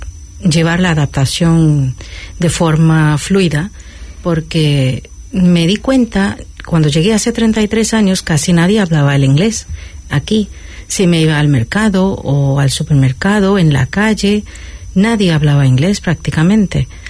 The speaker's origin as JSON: {"language": "Spanish", "town": "Mumbai", "region": "Maharashtra", "country": "India", "tie": "born or raised there", "second_language": "Spanish", "moved": "as an adult", "lives_now": "Ceuta, Spain", "said": "Y soy nativa de la ciudad de Bombay, de la India. Pero hoy por hoy puedo decir que me siento muy caballa."}